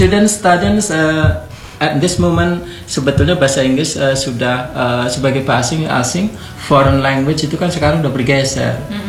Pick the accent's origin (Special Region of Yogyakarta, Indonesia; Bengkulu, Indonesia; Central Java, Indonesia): Central Java, Indonesia; Solo; kebetulan saya dari Jawa Tengah, dari Solo gitu.